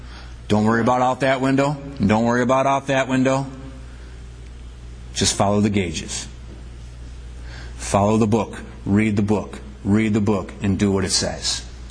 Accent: United States

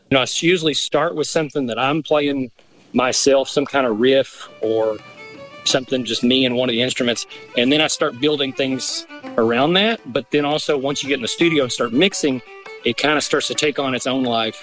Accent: Rockcastle County, Kentucky, United States; moved away as an adult; also born or lived in New Zealand; now in Northern California, United States; So, born and raised in East Kentucky, I grew up in Rockcastle County. And if you know that area, that's actually where Renfro Valley is. Mm-hmm. They used to call it the country music capital of Kentucky.

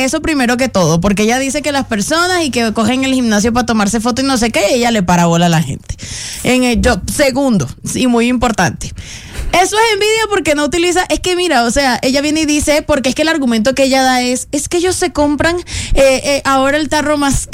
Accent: Cereté, Córdoba, Colombia; moved away; Cuando yo estaba de vacaciones en el pueblo donde yo soy, Ceret de Córdoba

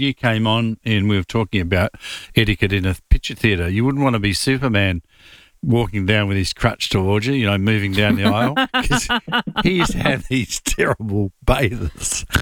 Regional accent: Australia; as Australian kids

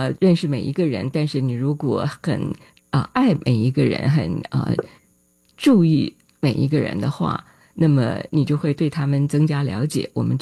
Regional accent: United States; 那我是自己出生成长在美国，也许还不如你们了解的清楚

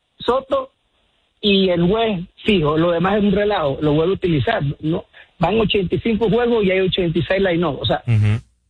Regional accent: Venezuela; soy yanquista de corazón, pero también soy venezolano.

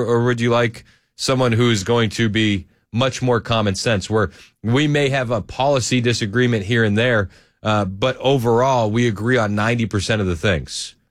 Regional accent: Massachusetts, United States; born there; moved away; also born or lived in New Hampshire; where I grew up in Massachusetts and in New Hampshire, a lot of the old homes use heating oil.

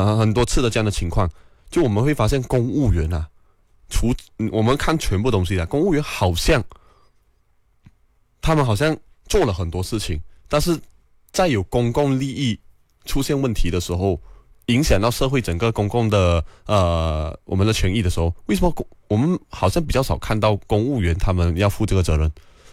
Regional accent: Malaysia; 就是其实作为马来西亚人我们都多少都会知道这样一点的情况

